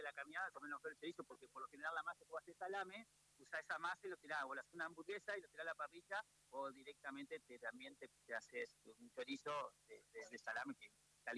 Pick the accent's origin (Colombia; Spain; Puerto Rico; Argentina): Argentina; Viale, Entre Ríos; born there; yo estoy acá a 50 kilómetros, tengo donde nací en Viale